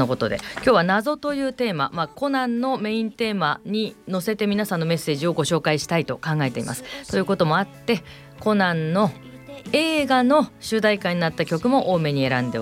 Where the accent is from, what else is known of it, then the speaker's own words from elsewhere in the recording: Hakodate, Hokkaido, Japan; moved away; 地元函館のね五稜郭が地元があの舞台になってて